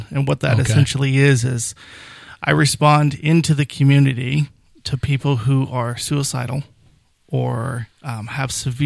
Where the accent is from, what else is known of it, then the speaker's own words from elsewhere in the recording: Alaska, United States; also born or lived in East Coast; now in Redding, United States; You know, growing up in Alaska, and I was living on the East Coast at the time when I was working with a nonprofit.